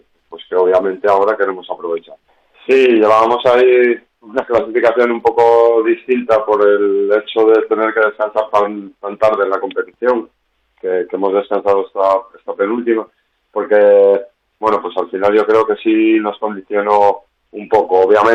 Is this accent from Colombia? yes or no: no; Santander, Cantabria, Spain; yo soy del Racing de Santander, porque bueno, soy de allí.